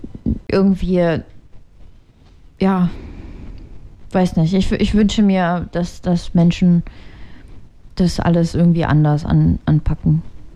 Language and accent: German; Ukraine; Im Übrigen fahre ich regelmäßig hin in die Ukraine, in meine Heimatstadt.